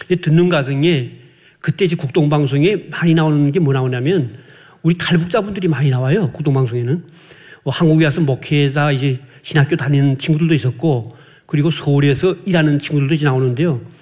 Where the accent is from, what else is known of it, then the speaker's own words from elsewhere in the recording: North Korea; moved away as an adult; 저희 고향에 있는 그 탄강연합기업소